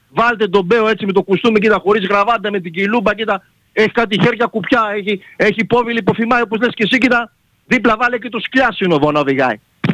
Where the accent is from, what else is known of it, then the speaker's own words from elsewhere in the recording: Greece; είμαι Έλληνας 15 γενιών